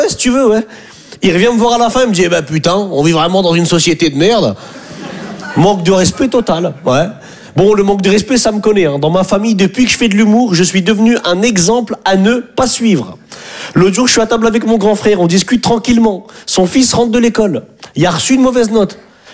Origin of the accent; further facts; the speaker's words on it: Hauts-de-France, France; now in Paris, France; C'est différent, moi je suis un ch'ti, je viens du nord de la France.